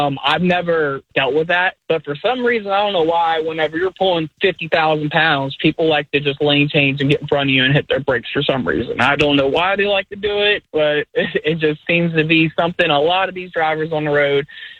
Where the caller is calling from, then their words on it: Baltimore, Maryland, United States; Baltimore.